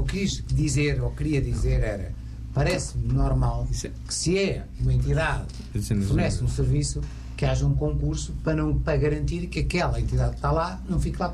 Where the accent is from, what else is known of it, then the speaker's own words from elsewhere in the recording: Viseu, Portugal; Sabes onde é que fica Viseu? Sei, a minha terra.